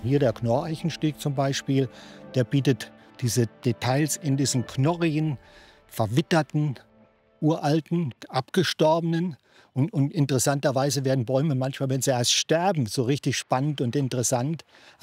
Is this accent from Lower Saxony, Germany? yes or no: no; Hesse, Germany; Das ist erstmal meine Heimat. Ich lebe mein ganzes Leben im Prinzip schon hier in der Region.